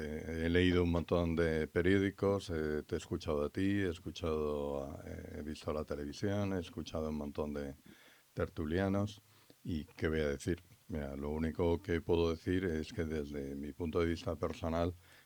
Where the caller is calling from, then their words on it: Spain; Siento cierta vergüenza como español y sobre todo como legionario